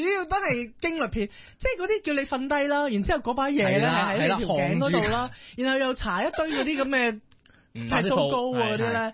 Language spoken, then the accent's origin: Cantonese; China; 都係我哋中國人。